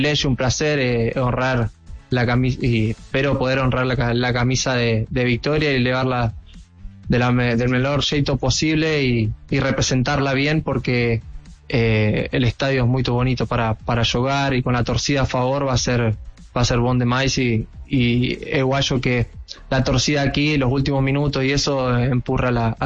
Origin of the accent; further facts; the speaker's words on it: Argentina; now in Brazil; soy argentino